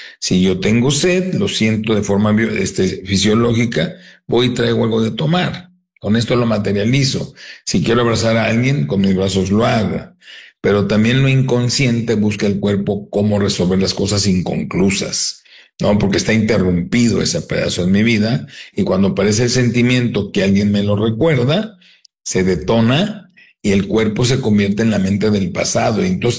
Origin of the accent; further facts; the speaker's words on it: Tijuana, Baja California, Mexico; also born or lived in San Diego; Tijuana, San Diego, siempre viví de chico, ¿no?